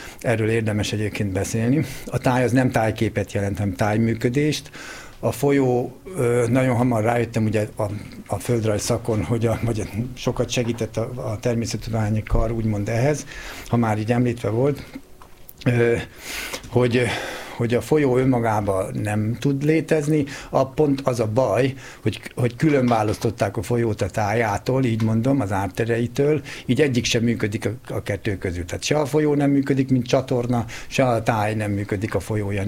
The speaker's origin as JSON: {"language": "Hungarian", "region": "Jász-Nagykun-Szolnok", "country": "Hungary", "tie": "born or raised there", "said": "Én a Tisza ártéren nőttem föl, úgymond Szolnok alatt"}